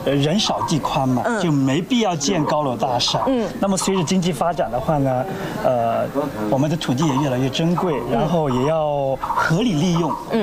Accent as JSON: {"language": "Chinese", "region": "Yunnan", "country": "China", "said": "对对，那么我们云南人管这个呢叫坝子。"}